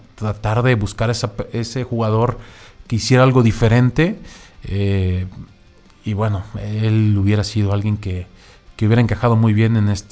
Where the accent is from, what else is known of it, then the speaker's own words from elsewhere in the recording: Mexico; todo lo que queremos como mexicanos aficionados